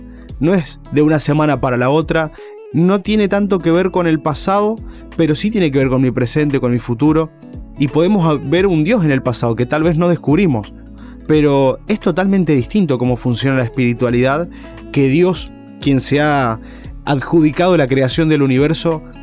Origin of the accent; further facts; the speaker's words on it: Rosario, Santa Fe, Argentina; born there; Y yo soy de la República de Rosario